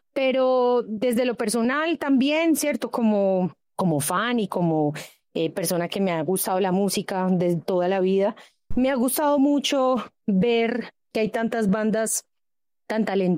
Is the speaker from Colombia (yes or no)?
yes; Colombia; la identidad que tenemos como colombianos